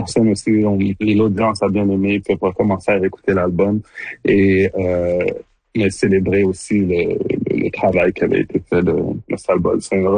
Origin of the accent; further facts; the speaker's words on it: Montreal, Quebec, Canada; born there; je suis né à Montréal de parents d'origine haïtienne.